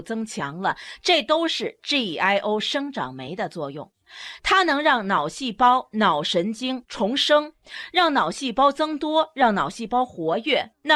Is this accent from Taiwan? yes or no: no; China; moved away; also born or lived in United States; 我们中国人做的就比较好